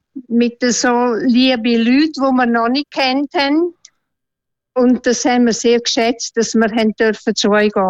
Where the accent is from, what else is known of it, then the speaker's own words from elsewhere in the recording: Ftan, Graubünden, Switzerland; now in Einsiedeln, Switzerland; Ich bin im Unterengadin, in Ftan aufgewachsen. Und ja, es ist Heimat und man hat etwas Heimweh.